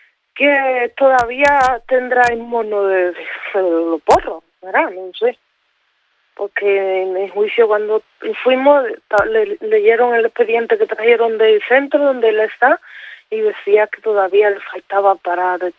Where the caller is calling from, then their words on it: Igualada, Catalonia, Spain; porque yo soy Igualada, vivo en Igualada yo.